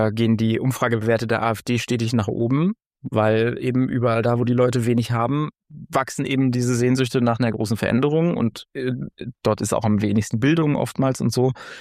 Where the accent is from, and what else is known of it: East Germany, Germany